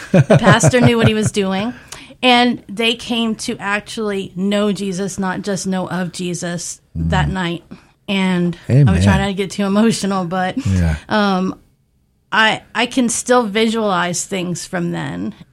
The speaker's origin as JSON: {"language": "English", "town": "New Orleans", "region": "Louisiana", "country": "United States", "said": "Yeah, so I come from New Orleans, Louisiana."}